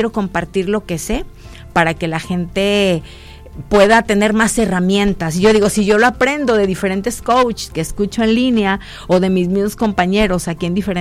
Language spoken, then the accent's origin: Spanish; Tepic, Nayarit, Mexico; yo estoy enamorada de Tepic en todos los sentidos, entonces me pesaba tanto, decía, ¿cómo voy a dejar de donde soy para irme a otro lado?